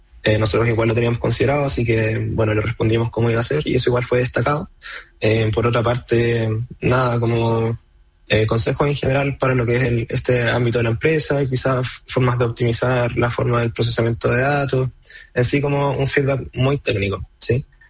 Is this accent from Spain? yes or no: no; Concepción, Biobío, Chile; Es algo que es muy complicado de conseguir acá en Chile, y más nosotros que somos de Concepción. Bueno, Vicente es de Santiago, yo soy de Concepción.